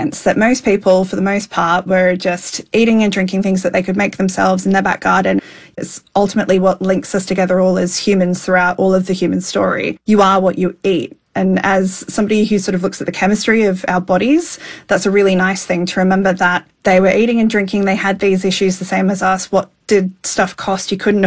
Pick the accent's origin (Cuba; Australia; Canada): Australia; I come from Australia